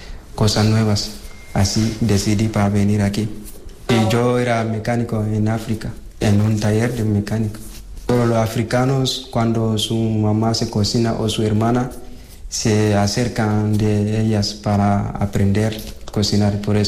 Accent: Mali; Spanish is a second language; moved away; soy de Mali. Yo tengo 18 años.

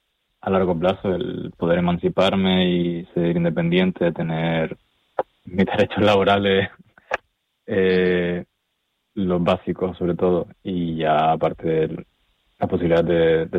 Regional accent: Las Palmas de Gran Canaria, Canary Islands, Spain; moved away; yo soy de Las Palmas de Gran Canaria, me crié yendo los fines de semana y después del instituto en ocasiones a López de las Canteras

